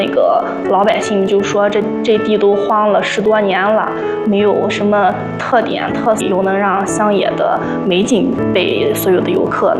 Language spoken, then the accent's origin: Chinese; China; 我从小在林荫黄河边长大的，